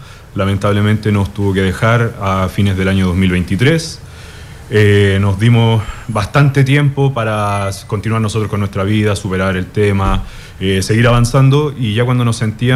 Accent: Machalí, O'Higgins, Chile; Somos de Machalí

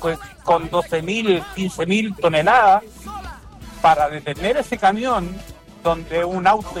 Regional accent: Chile; Somos penca los chilenos

